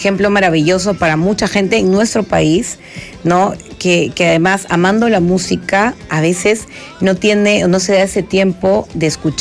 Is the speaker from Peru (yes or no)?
yes; Peru; tenemos tantos prejuicios absurdos, sí, como peruanos